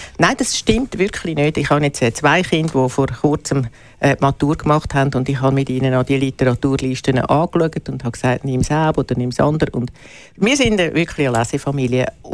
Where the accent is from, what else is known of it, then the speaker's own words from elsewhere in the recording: Stäfa, Zurich, Switzerland; now in Zurich, Switzerland; Ich bin in Stäfen aufgewachsen, also rechts Zürichseeufer.